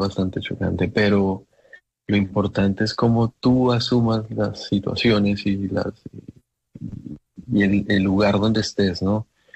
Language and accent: Spanish; Colombia; now in Germany; Me gusta porque nosotros también somos así. Nosotros somos guerreros, el colombiano